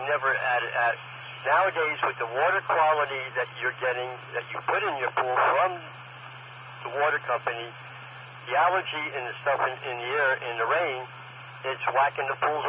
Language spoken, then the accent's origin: English; Norwalk, United States; when I grew up in Norwalk, we had a pool.